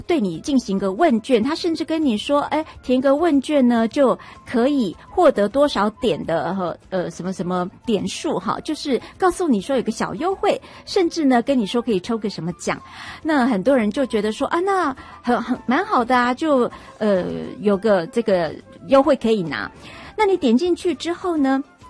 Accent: Taiwan; 看准了我们台湾人非常非常高度使用 LINE 这个软体哦

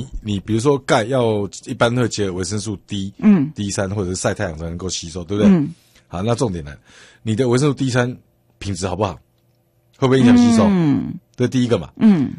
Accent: Taiwan; 那台湾，哦，统计下来，哦，我们台湾人啊，就是整个去统计出来吃钙片

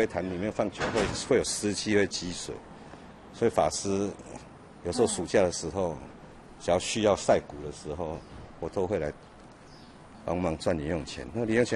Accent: Taipei, Taiwan; 因为我们从小在这边出生，啊，我在这边住了60几年了，

